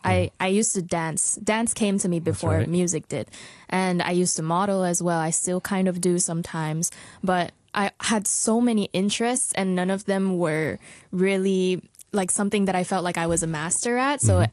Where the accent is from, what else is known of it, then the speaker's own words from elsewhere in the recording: Hong Kong; also born or lived in Okinawa, Japan; Yeah. I basically grew up mostly in Hong Kong, but I was born in Okinawa. And I grew up doing music, I guess.